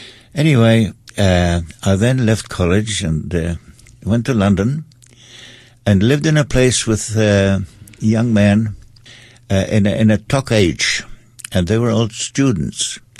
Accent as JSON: {"language": "English", "country": "Austria", "tie": "born or raised there", "also_born_or_lived": "England", "said": "I have a German background. … But although I was brought up in Austria, I also spent quite a lot of time in England."}